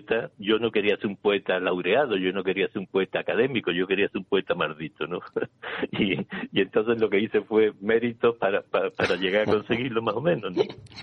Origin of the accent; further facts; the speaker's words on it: Paradas, Andalusia, Spain; moved away; also born or lived in Seville; sobre Parada, sobre mi pueblo.